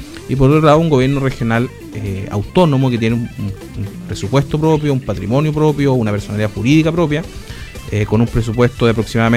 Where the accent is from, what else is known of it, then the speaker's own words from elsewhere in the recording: Chile; el día que no hace sentir un... como chileno, ese sentido único de pertenencia a un territorio, a la nación